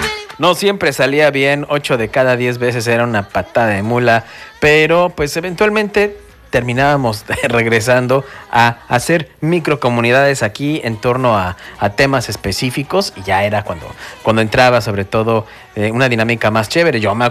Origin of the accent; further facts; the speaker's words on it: Mexico City, Mexico; now in Campeche, Mexico; ahí en mi pueblo, en la Ciudad de México, pues no es nuevo, es bastante normal, bastante común. Pero en ese entonces, cuando me vengo a vivir aquí a Campeche